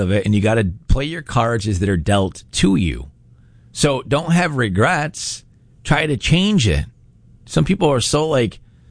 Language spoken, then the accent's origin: English; Rochester, New York, United States; now in Syracuse, United States; I grew up just outside of Rochester and then moved to Syracuse, and that's all I've ever done in my entire life.